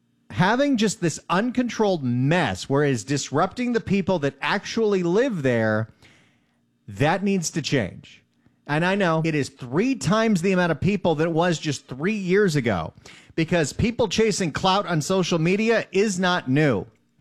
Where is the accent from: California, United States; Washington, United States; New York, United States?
California, United States; Los Angeles; Maybe it's because I'm jaded and I'm born and raised in Los Angeles. I don't get a lot of our tourist attractions compared to other cities.